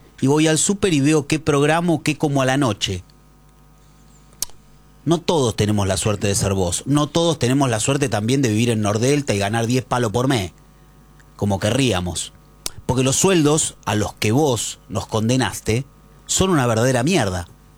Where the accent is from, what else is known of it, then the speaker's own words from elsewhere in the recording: Argentina; a mí me herís como argentino